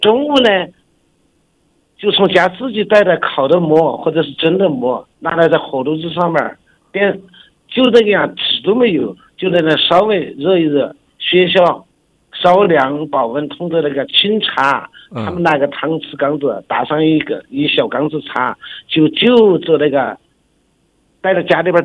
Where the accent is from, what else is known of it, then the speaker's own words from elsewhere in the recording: Nanchong, Sichuan, China; moved away as an adult; now in Xinjiang, China; 我出生在四川省南充市的一个比较偏僻的乡村吧。80年代是我的成长期